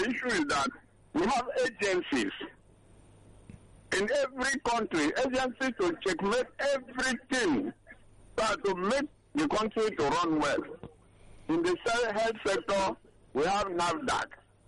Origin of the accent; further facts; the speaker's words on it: Nigeria; When I was growing up in Nigeria, when the systems were working, we could have one product.